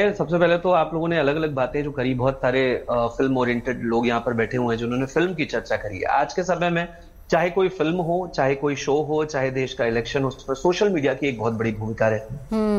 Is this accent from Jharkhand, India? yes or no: no; Lucknow, Uttar Pradesh, India; मैं लखनऊ से हूं